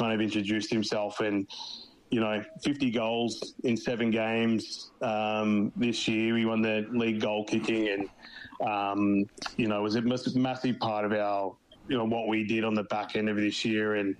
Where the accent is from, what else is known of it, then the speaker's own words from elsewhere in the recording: Melbourne, Victoria, Australia; accent: Australian; And then obviously trips back home, mate, definitely help with that. I was just down in Melbourne for Christmas in January, visiting mum and dad.